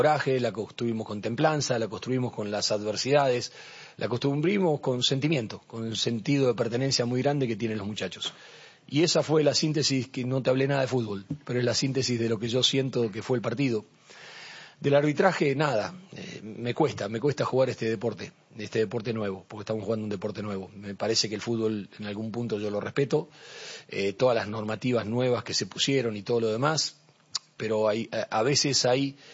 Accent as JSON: {"language": "Spanish", "country": "Argentina"}